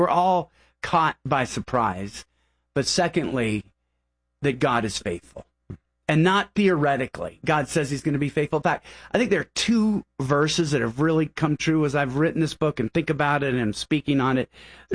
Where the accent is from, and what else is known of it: Pacific Northwest, United States